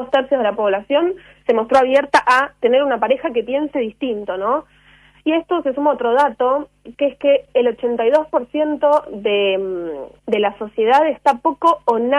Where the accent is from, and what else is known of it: Argentina